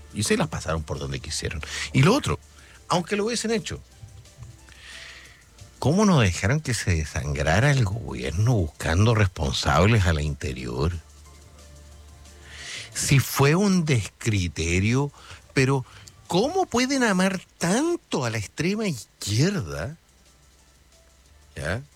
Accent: Chile; en comparación con el resto del barrio éramos una joya.

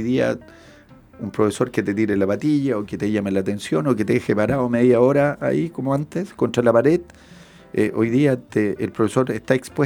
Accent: Talcahuano, Biobío, Chile; born there; moved away

